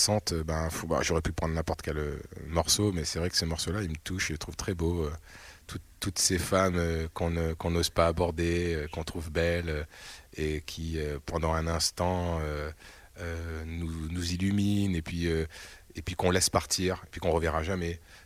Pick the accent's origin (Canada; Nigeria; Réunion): Réunion; C'est sûr que quand on vit à La Réunion, moi en plus, mes parents étaient bagage français, je veux dire. J'ai vu tout de suite le décalage. Moi, j'ai eu la double culture.